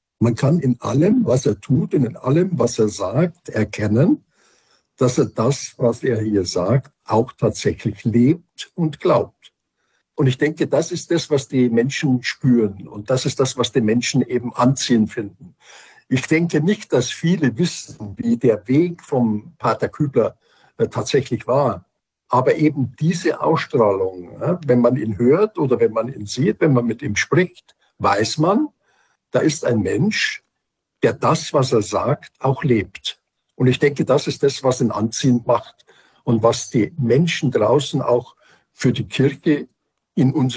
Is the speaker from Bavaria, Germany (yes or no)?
yes; Bavaria, Germany; Ich bin aus Bayern, ich hoffe, das hört man. Und ich lebe hier in dieser Pfarrei seit 40 Jahren.